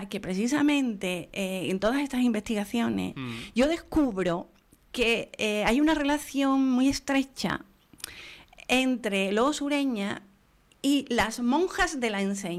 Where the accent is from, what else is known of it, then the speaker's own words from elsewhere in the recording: Andalusia, Spain; Pero señores, que somos andaluces y al cuarto de hora estamos diciendo Saporito.